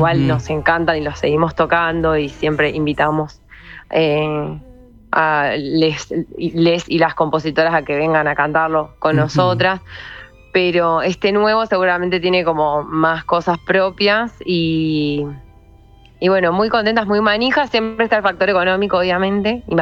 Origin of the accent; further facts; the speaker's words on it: Río Negro, Argentina; Yo soy de Río Negro.